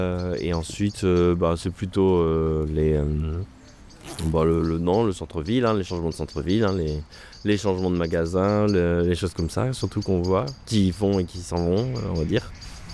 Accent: Clermont-Ferrand, Auvergne-Rhône-Alpes, France; moi je suis originaire de Clermont-Ferrand.

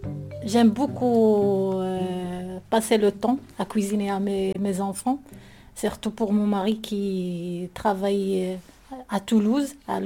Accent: Morocco; Je suis une Marocaine … J'ai 3 enfants.

